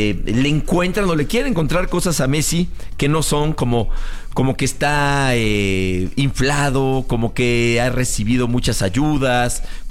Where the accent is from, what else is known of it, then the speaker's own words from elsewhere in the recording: Mexico; porque yo soy de México y yo amo a México y al equipo de México.